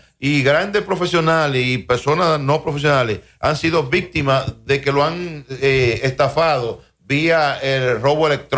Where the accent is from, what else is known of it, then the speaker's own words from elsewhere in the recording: Dominican Republic; todos somos dominicanos.